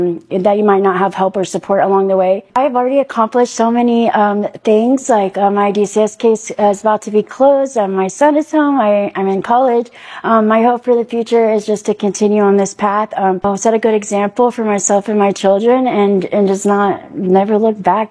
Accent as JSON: {"language": "English", "town": "Marion", "region": "Indiana", "country": "United States", "said": "I'm from Marion, Indiana."}